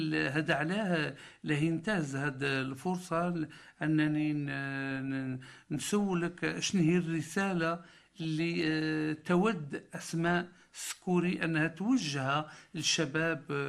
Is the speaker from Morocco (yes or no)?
yes; Morocco; في بلادنا المغرب وأكثر في جهتنا